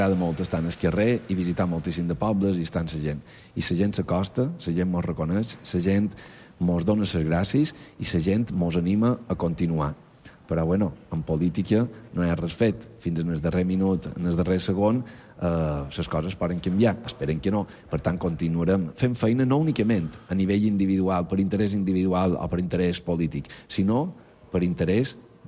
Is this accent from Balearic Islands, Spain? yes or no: yes; Balearic Islands, Spain; Som mallorquins i això és el que hem de defensar.